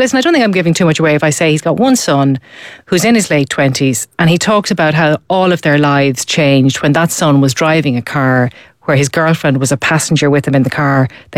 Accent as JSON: {"language": "English", "region": "Leinster", "country": "Ireland", "tie": "born or raised there", "said": "I grew up in Leash, yeah."}